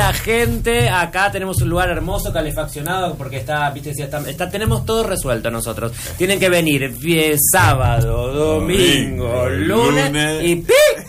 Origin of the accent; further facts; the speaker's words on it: Buenos Aires, Argentina; nosotros somos de Buenos Aires, somos como más avasallante